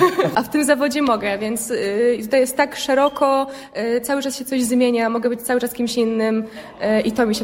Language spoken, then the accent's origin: Polish; Radomsko, Łódź Voivodeship, Poland; Jestem z Radomska.